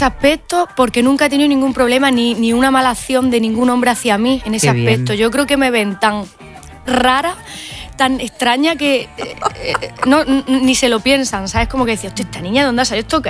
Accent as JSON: {"language": "Spanish", "town": "Caniles", "region": "Andalusia", "country": "Spain", "tie": "born or raised there", "moved": "as an adult", "lives_now": "Cádiz, Spain", "said": "Es que me he criado en un club del pensionista, allí en Caniles."}